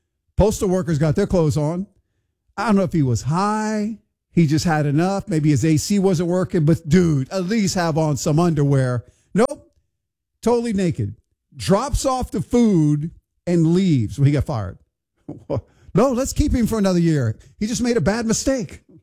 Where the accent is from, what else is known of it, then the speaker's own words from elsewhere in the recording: Houston, Texas, United States; now in Lafayette, United States; I'm from Houston, right? I like to check in on my hometown